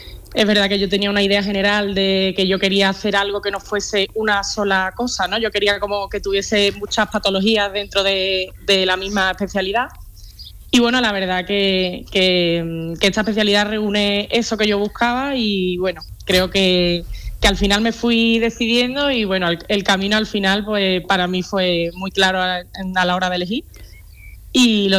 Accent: Seville, Andalusia, Spain; yo soy andaluza, soy sevillana, quería quedarme por aquí

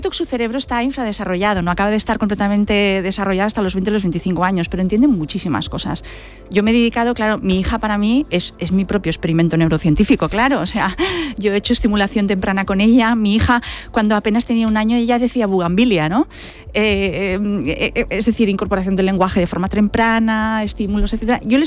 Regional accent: Barcelona, Catalonia, Spain; De Barcelona, de Barcelona

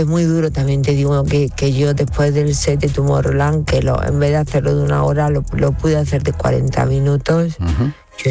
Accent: Spain; Digo, no, pues soy española.

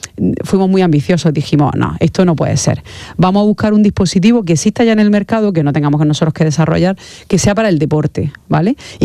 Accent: Almería, Andalusia, Spain; nosotros somos de Almería

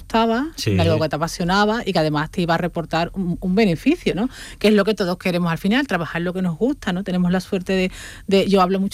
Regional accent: Seville, Andalusia, Spain; Yo soy de Sevilla, pero si no te puedo estar en Sevilla

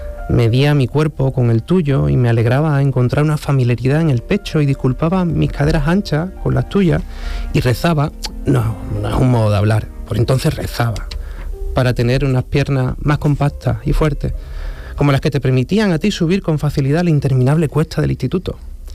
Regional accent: Huelva, Andalusia, Spain; muchos andaluces, sobre todo los que somos fronterizos, ya sea que yo soy de Huelva

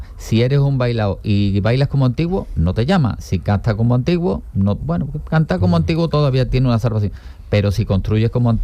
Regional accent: Andalusia, Spain; somos toda la familia, somos gaditanos.

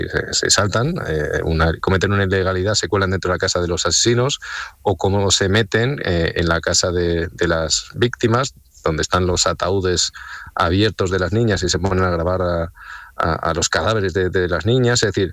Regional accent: Extremadura, Spain; yo soy de Extremadura, pero no soy en concreto de la zona de La Serena.

